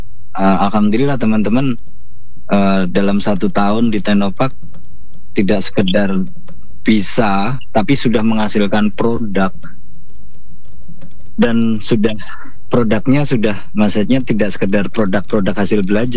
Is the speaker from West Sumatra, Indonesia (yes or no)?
no; Kediri, East Java, Indonesia; walaupun kita anak Kediri.